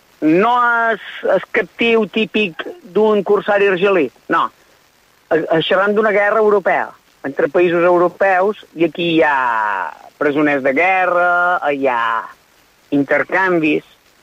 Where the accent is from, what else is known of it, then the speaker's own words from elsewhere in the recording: Ciutadella, Balearic Islands, Spain; jo som menorquí, però som de Ciutadella